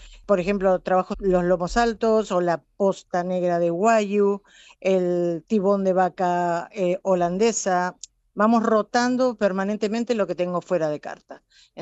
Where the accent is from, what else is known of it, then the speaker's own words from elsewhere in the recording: Argentina; accent: Argentine; now in Asturias, Spain; cuando somos argentinos